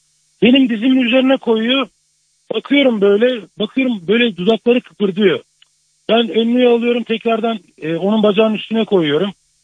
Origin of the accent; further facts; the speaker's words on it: Ardahan Province, Turkey; Bu arada ben Ardahanlıyım. Sen Kars'ın hemşeriyiz yani, sıkıntı yok.